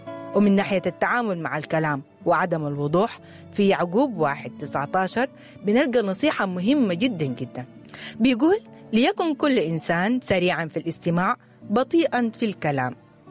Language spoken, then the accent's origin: Arabic; Sudan; بلدنا السودان